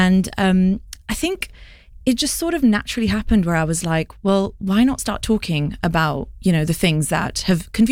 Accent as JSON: {"language": "English", "town": "Barcelona", "region": "Catalonia", "country": "Spain", "tie": "born or raised there", "moved": "as an adult", "lives_now": "London, United Kingdom", "said": "I grew up in Barcelona and I moved to London 14 years ago."}